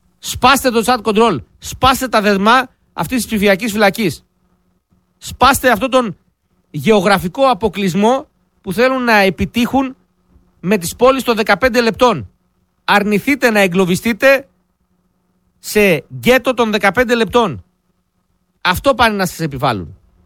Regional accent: Greece; Είμαστε άνθρωποι με πίστη. Είμαστε Έλληνες.

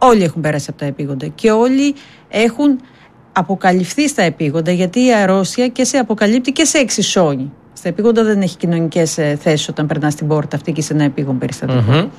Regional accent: Corfu, Ionian Islands, Greece; moved away; Όχι, δεν είμαι από την Πάτρα. Εργάζομαι στην Πάτρα, δεν είμαι πατρινή. Έχω καταγωγή από Κέρκυρα.

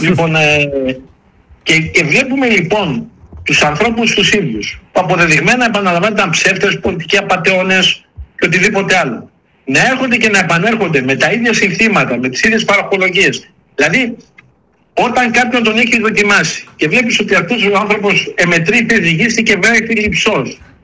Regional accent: Florina, Western Macedonia, Greece; now in Athens, Greece; Λοιπόν, θυμάμαι όταν ήμουν από τη Φλόρινα

